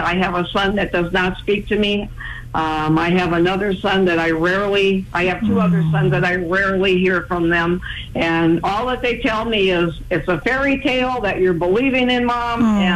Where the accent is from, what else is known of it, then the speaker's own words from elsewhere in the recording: Alaska, United States; now in California, United States; I came from Alaska. Yeah. Well, I've been here. I've been in California 9 years, but I came from Alaska.